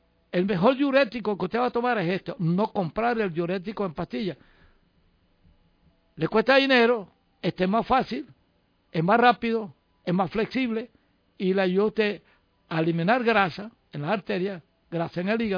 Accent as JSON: {"language": "Spanish", "country": "Venezuela", "tie": "born there", "said": "desemboca parte del río Orinoco, con Trinidad, Tobago y Georgetown. Nací en el Esequibo."}